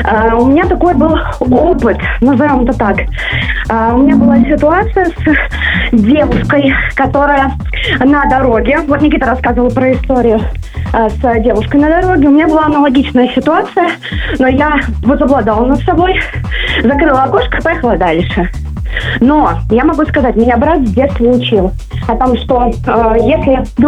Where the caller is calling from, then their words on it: Saint Petersburg, Russia; Я из Санкт-Петербурга.